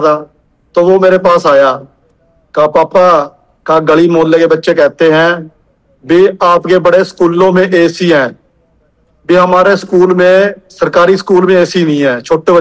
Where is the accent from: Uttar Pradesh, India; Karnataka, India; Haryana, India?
Haryana, India; Kurukshetra district; मेरे गांव का नाम हरिगढ़ बोरक है जी, ब्लॉक प्योवा जी, डिस्ट्रिक्ट कुलक्षेत्र सर।